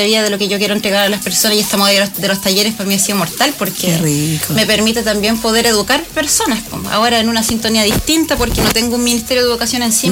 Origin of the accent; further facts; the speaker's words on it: Santiago, Santiago Metropolitan Region, Chile; O sea, yo soy de Santiago, pero mi identidad está acá en la región.